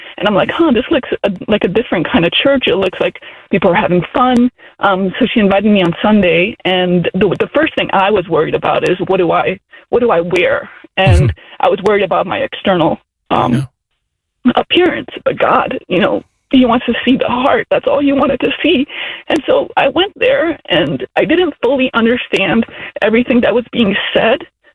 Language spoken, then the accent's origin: English; Czechia; English is a second language; now in United States; I was born and raised in Czechoslovakia under communism in the 1980s, and my grandparents forced us to go to church